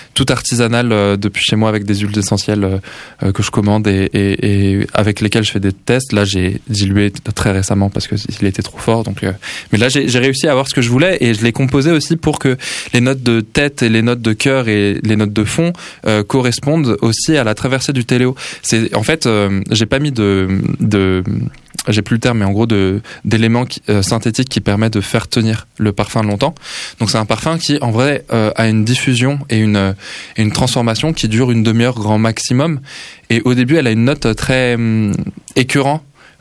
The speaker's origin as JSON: {"language": "French", "region": "Île-de-France", "country": "France", "moved": "yes", "lives_now": "Toulouse, France", "said": "moi je viens pas de Toulouse à la base, je viens du 93"}